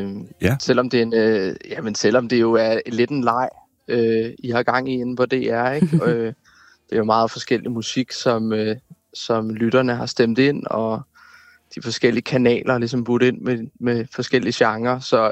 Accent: Copenhagen, Capital Region of Denmark, Denmark; midt i min hjemby

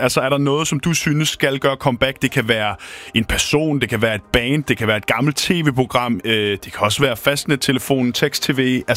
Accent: Næstved, Zealand, Denmark; jeg kommer fra lidt sådan en hip-hop-kultur, der hvor jeg er fra i Næstved.

